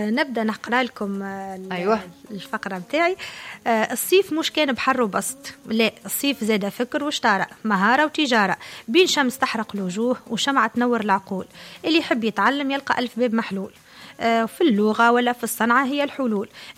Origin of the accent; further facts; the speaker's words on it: Tunisia; عدد الجمعيات اللي عندنا في تونس اللي هي ماهيش شويه